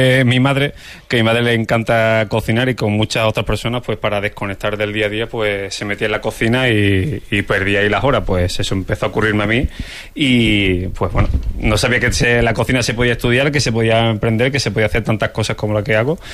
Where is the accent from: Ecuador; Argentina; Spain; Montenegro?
Spain; Huelva, Andalusia; yo por amor a mi tierra, porque estudié la cocina en Islantilla, porque siempre he querido volver a Huelva